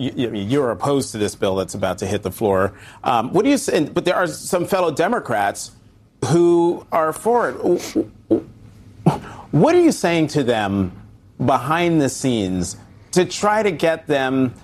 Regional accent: Newark, New Jersey, United States; Former mayor of Newark, New Jersey, my hometown, Cory Booker.

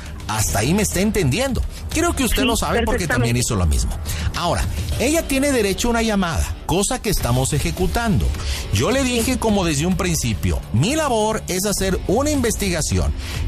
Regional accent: Nuevo León, Mexico; Yo no sé si porque usted es de Hidalgo, yo soy de Nuevo León, tenemos un español diferente, posiblemente así como tenemos diferentes costumbres, tenemos diferentes alimentos.

